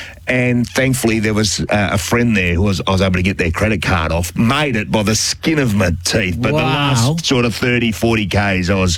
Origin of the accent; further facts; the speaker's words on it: Kojonup, Western Australia, Australia; people in Kojuna, my hometown, would say... We were inland.